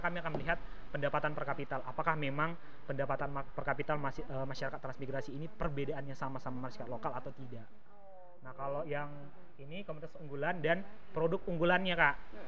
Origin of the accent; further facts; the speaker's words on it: Riau, Indonesia; born there; moved away as an adult; now in Belu, Indonesia; ini Sumatera Barat, saya Riau.